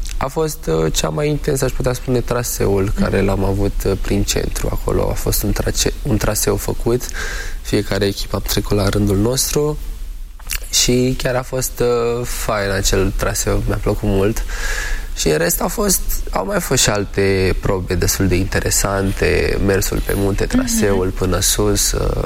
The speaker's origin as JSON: {"language": "Romanian", "town": "Buciumeni", "region": "Dâmbovița", "country": "Romania", "tie": "born or raised there", "also_born_or_lived": "Pucioasa / Fieni", "said": "eu m-am născut în Pucioasa, apoi am stat, din câte mi-aduc aminte, o perioadă în Fieni, care este lângă Pucioasa, și apoi ne-am mutat, avem o casă bătrânească în Buciumeni, în localitatea Buciumeni."}